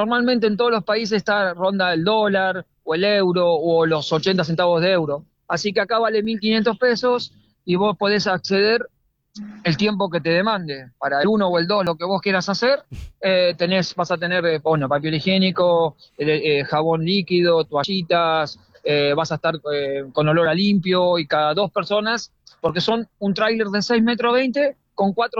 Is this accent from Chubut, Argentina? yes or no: no; Mar del Plata, Buenos Aires Province, Argentina; me venía a trabajar acá a Mar del Plata, dije, listo, ya está, la vida me está hablando, mi pueblo natal, mi ciudad natal me está diciendo, tráelo.